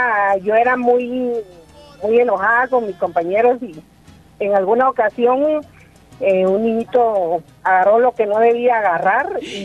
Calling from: Huehuetenango, Guatemala; de Huehue.

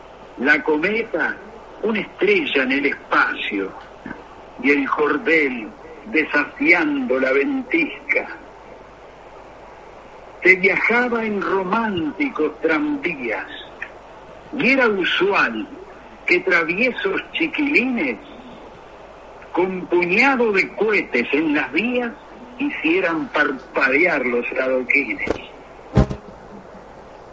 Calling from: Tacuarembó, Uruguay; Yo soy de Tacuarembó, pero jamás podría sentirme forastero en Montevideo.

